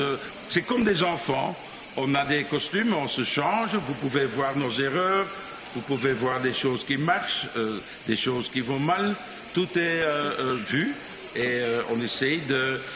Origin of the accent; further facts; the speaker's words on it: Flanders, Belgium; French is a second language; nous sommes des Flamands. En fait, on a appris le français à l'école, mais on a vraiment appris le français en jouant Molière.